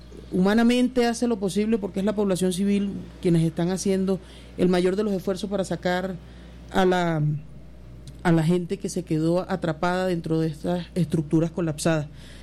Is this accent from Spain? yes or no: no; Venezuela; now in Santa Rosa de Cabal, Colombia; nosotros como comunidad venezolana acá en Santa Rosa de Cabal